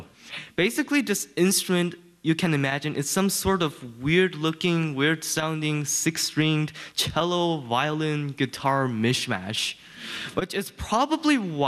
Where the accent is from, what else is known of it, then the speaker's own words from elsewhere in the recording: Houston, Texas, United States; I am 15 years old, and I am from Houston, Texas.